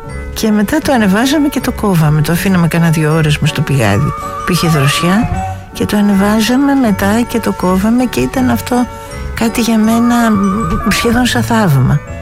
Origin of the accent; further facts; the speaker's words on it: Athens, Attica, Greece; born there; Γεννήθηκα στην Αθήνα, στο Έλενας.